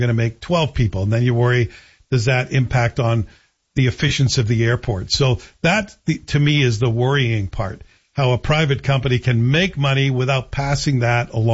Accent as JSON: {"language": "English", "country": "Canada", "said": "And as a passenger and as a Canadian, I'm in."}